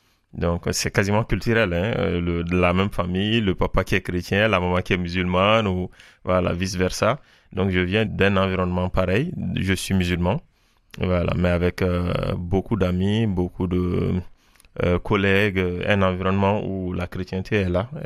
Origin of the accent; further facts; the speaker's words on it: Mali; moved away as an adult; now in Montpellier, France; mon enfance au Mali